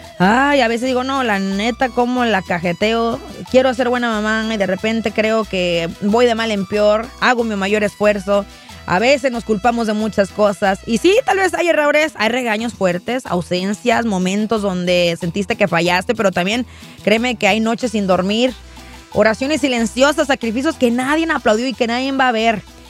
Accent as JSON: {"language": "Spanish", "town": "Bakersfield", "region": "California", "country": "United States", "lives_now": "Los Angeles, United States", "said": "Miren, yo vengo de Bakersfield y Bakersfield sí hace un calor de, uy, pa' su mecha pulgoso."}